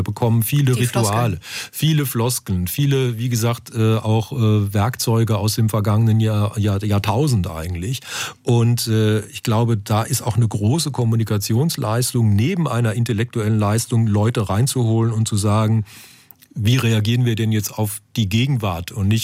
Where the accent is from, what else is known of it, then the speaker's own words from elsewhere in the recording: Wiesloch, Baden-Württemberg, Germany; moved away; Weil ich bin ja in Wiesloch aufgewachsen